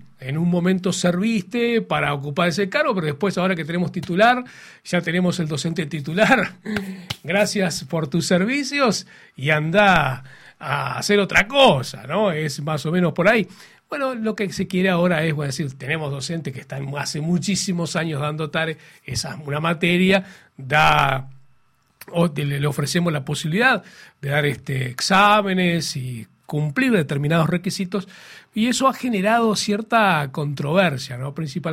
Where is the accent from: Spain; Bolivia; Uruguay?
Uruguay